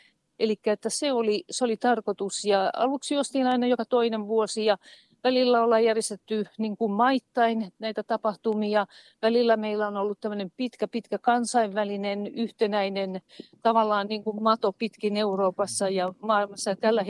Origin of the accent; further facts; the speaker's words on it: Vaasa, Ostrobothnia, Finland; mä oon vaasalainen ja mä oon nähnyt niin monta kertaa tämän sininen tiekyltin.